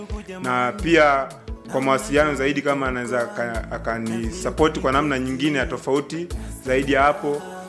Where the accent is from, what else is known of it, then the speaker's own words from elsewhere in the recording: Southern Highlands, Tanzania; Ni msanii ambao nimetokea Nyanda za Juu Kusini, kutoka pale kata Mgama, kijiji cha Landutwa.